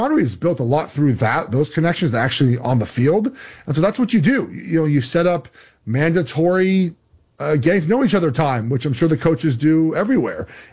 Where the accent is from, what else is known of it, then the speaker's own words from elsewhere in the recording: Los Angeles, California, United States; I grew up in Los Angeles. My parents had season tickets for 40 years of the Rose Bowl.